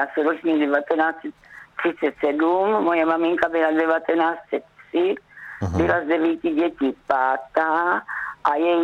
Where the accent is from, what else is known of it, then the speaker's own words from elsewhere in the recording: Kunovice, Zlín Region, Czechia; když já jsem teda pocházám z Kunovic, mluvím s toma nářečím, ale v Kunovicích se mluvilo ještě jináč.